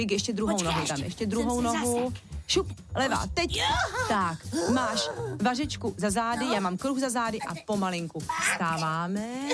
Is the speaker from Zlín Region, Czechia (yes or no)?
yes; Kroměříž, Zlín Region, Czechia; moved away; Já jsem z Moravy. My tam tramvaj v Kroměříži nikdy neměli.